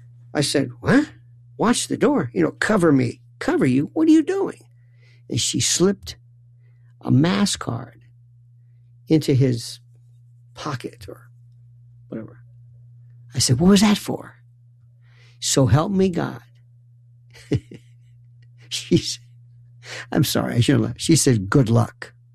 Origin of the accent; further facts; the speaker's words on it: Florida, United States; I knew growing up in Florida, We had a very strong Cuban contingent.